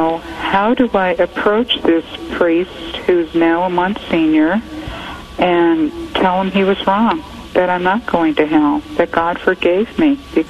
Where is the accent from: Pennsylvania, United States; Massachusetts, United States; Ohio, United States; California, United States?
California, United States; Hayward; I'm from Hayward, California.